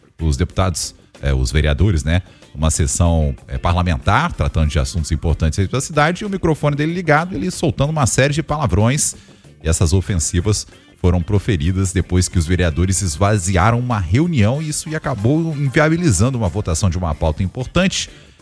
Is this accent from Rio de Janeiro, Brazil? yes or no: no; Vitória, Espírito Santo, Brazil; tá chegando, capital capixaba. Deixa eu ver aqui quanto é que tá marcando os termômetros lá na minha terra.